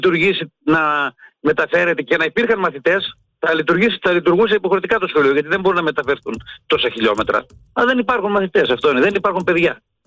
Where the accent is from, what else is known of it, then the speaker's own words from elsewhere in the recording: Distrato, Epirus, Greece; now in Konitsa, Greece; Εγώ βέβαια αισθάνομαι τυχερός που μένω στην Κόνιτσα και μπορώ και πηγαίνω στο χωριό, γιατί το έχω αγαπήσει το χωριό. Είμαι 68 χρονών τώρα και πηγαίνω κάθε εβδομάδα στο χωριό μου.